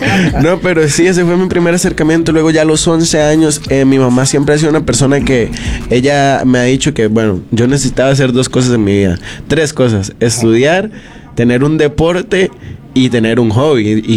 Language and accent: Spanish; Costa Rica; dejamos de usar palabras de nuestro país y dejamos como de hablar como nosotros hablábamos. Entonces eso hizo que perdiéramos un poco esa identidad que nos hace conectar como costarricenses.